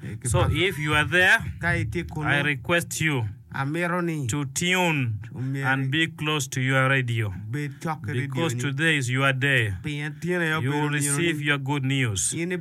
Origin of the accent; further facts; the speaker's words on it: Northern Region, Uganda; We are blessed as people of Northern Uganda